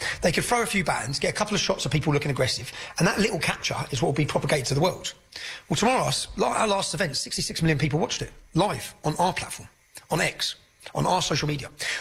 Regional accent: Luton, East of England, United Kingdom; No, my hometown, Luton, was the home of Vauxhalls. It employed 30,000 people. It's gone. My dad worked there.

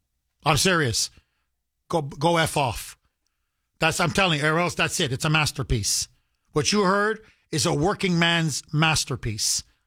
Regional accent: Massachusetts, United States; me, by the way, a multi-generational American, my family goes back generations, born and raised on the Cape, my entire life

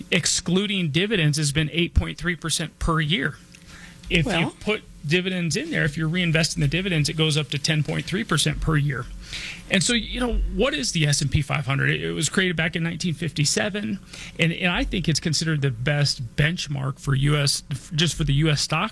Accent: Denver, Colorado, United States; I was born and raised here in Denver.

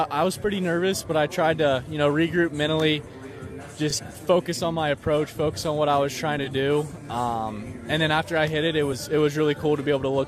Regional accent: Marietta, Ohio, United States; So, yeah, I grew up a Marietta College fan.

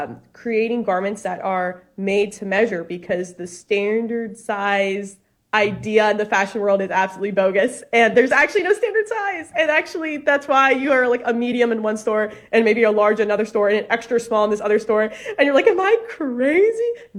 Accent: New Orleans, Louisiana, United States; I'm originally from New Orleans, and so born and raised in the South, a great time. Grew up cradle Catholic

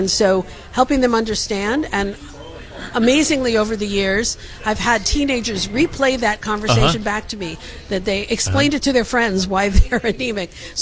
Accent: Long Island, New York, United States; moved away as an adult; also born or lived in Brooklyn, New York / Buffalo, New York; now in Albany, United States; I grew up on Long Island, so I'm really a New Yorker at heart. And made my way to Albany in 2018.

